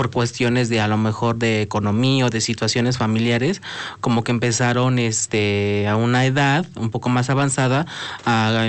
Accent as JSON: {"language": "Spanish", "country": "Argentina", "said": "Es que yo soy de Argentina."}